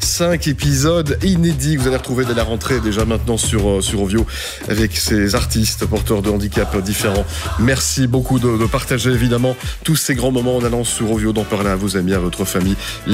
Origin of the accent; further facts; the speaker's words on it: Belgium; on était excités avec ma femme qui est espagnole, qui me charriait, moi en tant que belge.